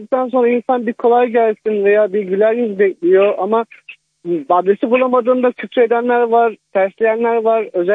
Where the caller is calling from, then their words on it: Edirne, Turkey; Edirne'den